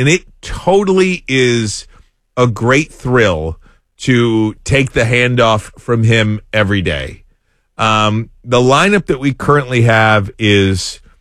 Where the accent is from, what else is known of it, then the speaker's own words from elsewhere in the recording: Detroit, Michigan, United States; as a kid growing up in the Metro Detroit area in the state of Michigan